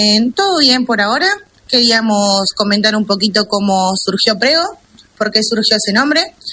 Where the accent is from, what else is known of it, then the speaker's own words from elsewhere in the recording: Rawson, Buenos Aires Province, Argentina; moved away as an adult; now in Bolívar, Argentina; Nosotros somos de Rawson, Buenos Aires.